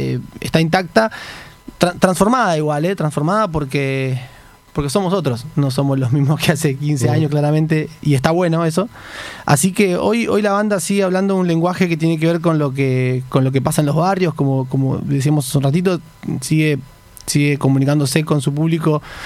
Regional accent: Morón, Buenos Aires Province, Argentina; Y yo de ahí, Límite Morón.

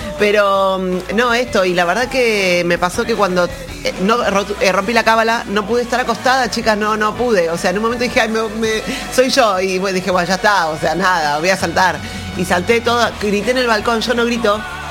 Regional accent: Argentina

